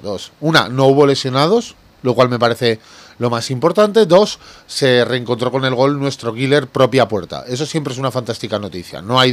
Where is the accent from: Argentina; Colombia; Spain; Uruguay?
Spain; Aragon; yo como aragonés, y aunque no lo fuera, que medio no lo soy